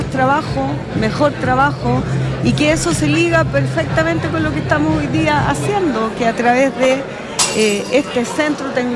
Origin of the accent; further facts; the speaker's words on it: Iquique, Tarapacá, Chile; Los que somos tarapaqueños, iquiqueños de corazón